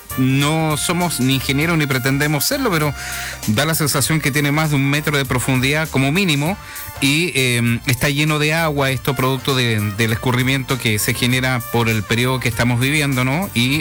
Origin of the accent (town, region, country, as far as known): Chile